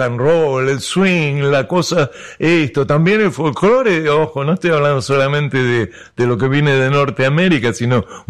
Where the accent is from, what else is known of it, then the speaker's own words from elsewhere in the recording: Buenos Aires, Argentina; born there; enfermera en el hospital donde yo nací, en el Ramos Mejía.